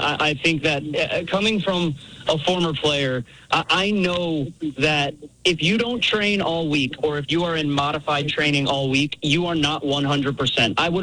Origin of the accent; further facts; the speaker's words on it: Orlando, Florida, United States; You know, I'm from Orlando. I'm a Magic fan.